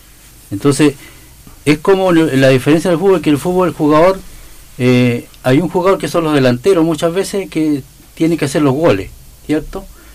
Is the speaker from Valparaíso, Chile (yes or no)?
no; Rupanco, Los Lagos, Chile; yo venía viajando para acá, porque yo soy de Sahue Rupanco, de aquí a 17 kilómetros de Entre Lagos